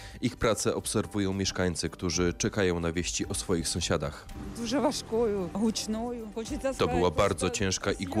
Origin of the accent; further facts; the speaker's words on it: Kharkiv, Kharkiv Oblast, Ukraine; Sami jesteśmy z Charkowa. Byliśmy pod okupacją.